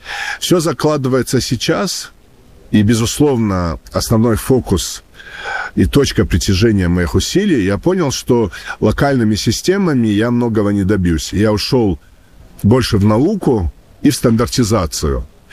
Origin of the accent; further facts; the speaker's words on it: North Ossetia–Alania, Russia; moved away; В регионе, откуда я родом, из Алании